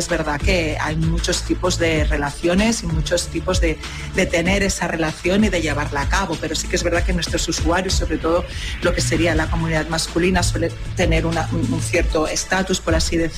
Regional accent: Spain; y vosotros sabréis mejor que yo soy española y no vivo en Colombia

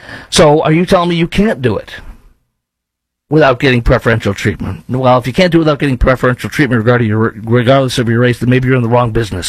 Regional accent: Chicago, Illinois, United States; moved away; I'm from there originally.

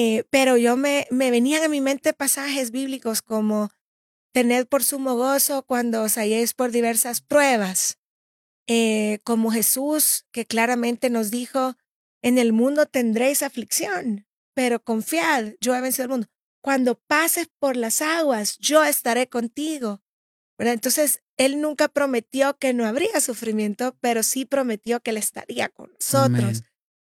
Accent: El Salvador; en mi país, El Salvador

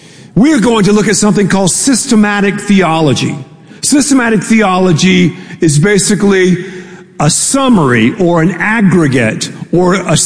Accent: Texas, United States

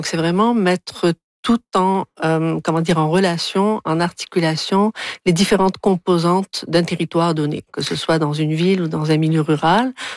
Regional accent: Algiers, Algiers Province, Algeria; moved away; je suis natif d'Alger.

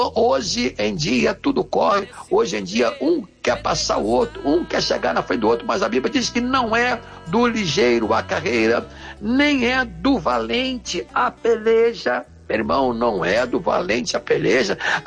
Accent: Brazil; eu sou brasileiro

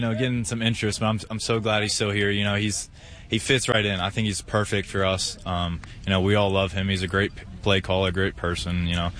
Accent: Maryland, United States; I grew up a half hour from here, but it still feels like I'm, you know, playing from my hometown, kind of.

